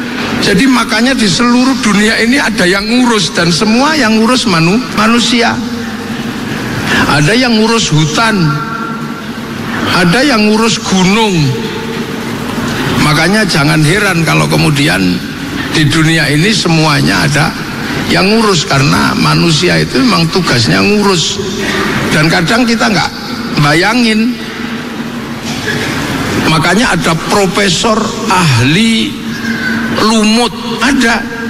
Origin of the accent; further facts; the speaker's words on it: Yogyakarta, Special Region of Yogyakarta, Indonesia; Saya juga mau menyampaikan pantun tapi pakai bahasa Jawa karena saya orang Jogja.